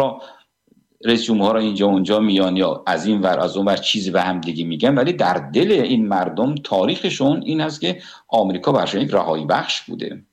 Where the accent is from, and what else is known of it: Iran; now in Sweden